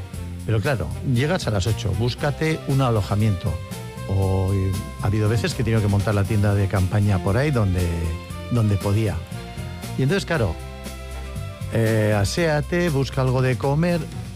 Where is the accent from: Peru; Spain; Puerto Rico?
Spain; Sestao, Basque Country; also born or lived in Bilbao; yo nací en Bilbao, por circunstancias. No lo sé, nunca se lo pregunté a mis padres, pero bueno. Vivo en Sestao, pues se puede decir que soy de Sestao. Uh-huh. Soy de Sestao.